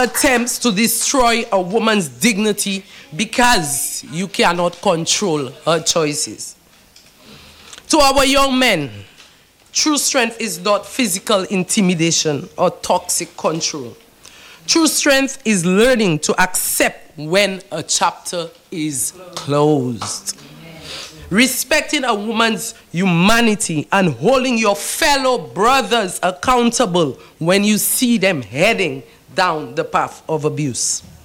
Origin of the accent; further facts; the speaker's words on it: St. Lucia; like Anslery, my hometown, that our community is safe